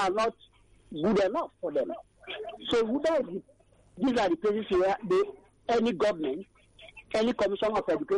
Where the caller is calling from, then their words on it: Nigeria; I'm calling from Abarangeni.